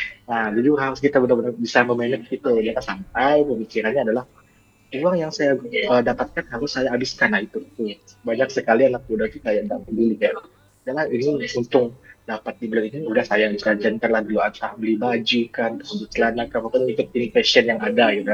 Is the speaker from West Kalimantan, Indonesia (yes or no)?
yes; Pontianak, West Kalimantan, Indonesia; now in Sanggau, Indonesia; Kalau saya kan memang kebetulan saya kan orang Pontianak yang kerja di Sanggau dan kebetulan ada ngekos gitu kan.